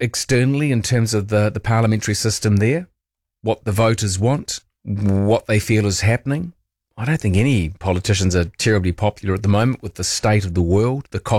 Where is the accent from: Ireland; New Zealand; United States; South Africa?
New Zealand; Christchurch, Canterbury; Christchurch, what's going on there? My hometown, hot as it's ever been in June.